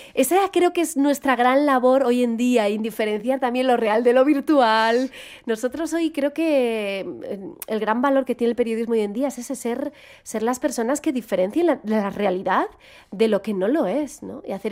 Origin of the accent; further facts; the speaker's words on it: Galicia, Spain; accent: Galician intonation; tengo esas entonaciones cantarinas porque soy gallega